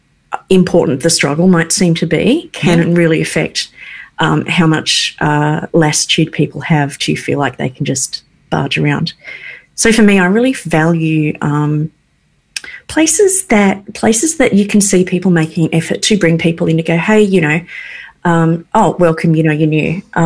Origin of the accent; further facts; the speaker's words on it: Tasmania, Australia; So I grew up in Tasmania. For people that haven't heard me go on about that constantly, sometimes I'm proud of it, and sometimes it's a burden.